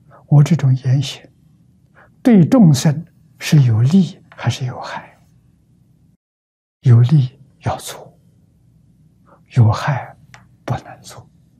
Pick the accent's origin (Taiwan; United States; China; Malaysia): China; 这两种呢，我们中国人叫说一个字，成见。